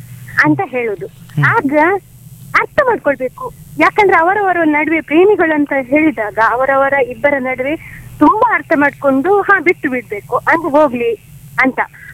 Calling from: Karkala, Karnataka, India; ಕಾರ್ಕಳದಿಂದ.

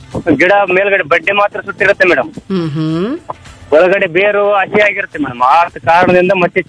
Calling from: Seekal, Karnataka, India; ನಾವು ರಾಯಚೂರು ಡಿಸ್ಟಿಕ್ ಮೊಹಾಲಿ ತಾಲೂಕು, ನಮ್ ಊರು ಬಂದ್ಬಿಟ್ಟು ಸೀಕಲ್ ಅಂತ ಹೇಳಿ.

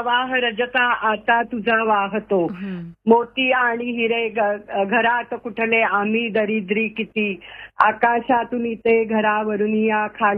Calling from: Koregaon, Maharashtra, India; कोरेगावहून

